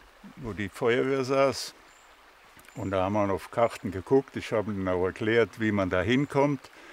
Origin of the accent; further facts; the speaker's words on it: Greimersburg, Rhineland-Palatinate, Germany; born there; Ich bin ja auch hier in der Endert geboren